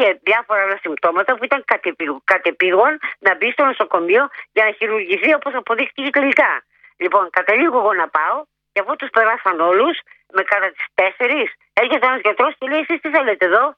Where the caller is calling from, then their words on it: Chalcis, Central Greece, Greece; είμαι από τη Χαλκίδα